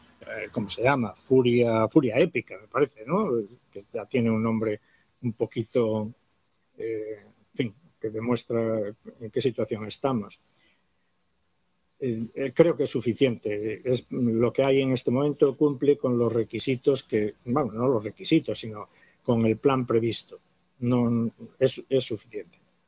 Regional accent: Spain; soy militar, pero soy español

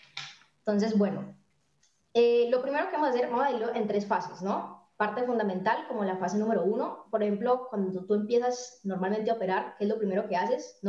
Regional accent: Colombia; Yo soy colombiana.

